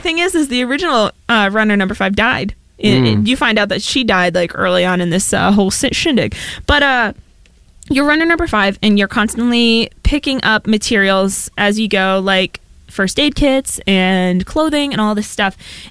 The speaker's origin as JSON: {"language": "English", "region": "Maine", "country": "United States", "tie": "born or raised there", "lives_now": "Boston, United States", "said": "I mean, Maine is 10 degrees colder than we are down here in Boston."}